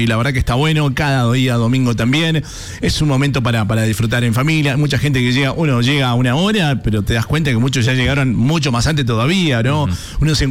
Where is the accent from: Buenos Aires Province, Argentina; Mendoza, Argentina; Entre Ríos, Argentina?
Mendoza, Argentina; como ciudadanos argentinos, amamos Mendoza, amamos nuestro país